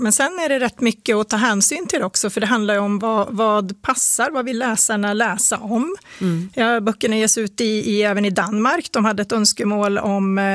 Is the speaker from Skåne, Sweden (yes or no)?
no; Östersund, Jämtland County, Sweden; born there; Jag är en norrlänning. Ja. Jag är född i Östersund.